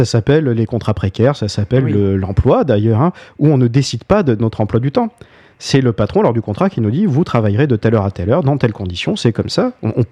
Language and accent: French; France; chez nous, en France